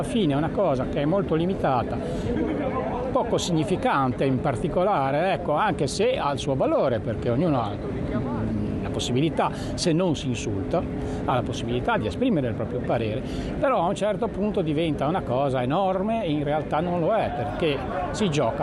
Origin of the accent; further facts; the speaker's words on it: Genoa, Liguria, Italy; Allora, noi siamo